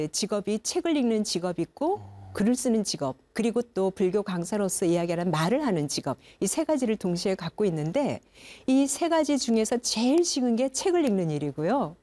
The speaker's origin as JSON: {"language": "Korean", "region": "Gangwon", "country": "South Korea", "tie": "born or raised there", "said": "그 당시에 종교는 제가 강원도, 고향이 강원도인데"}